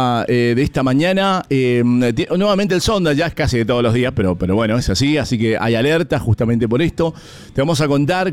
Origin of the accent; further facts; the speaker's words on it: Mendoza, Argentina; somos como buenos mendocinos